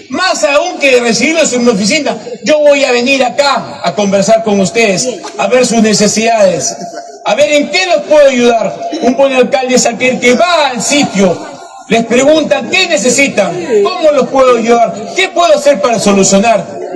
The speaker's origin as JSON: {"language": "Spanish", "town": "Mollendo", "region": "Arequipa", "country": "Peru", "said": "quiero volcarla a mi tierra, a Mollendo, a la provincia de Islay, a Coca-Chacra, a la punta de Ambaldivia, Mejía, Matarani, a todo mi pueblo"}